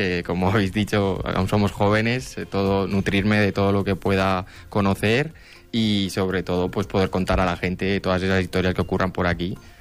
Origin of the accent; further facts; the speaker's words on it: Teruel, Aragon, Spain; also born or lived in Sarrión / Valencia / Castellón; Yo soy de Teruel, de aquí, y también de un pueblo de por aquí cerca, de Sarrión, y estudié la carrera en Valencia.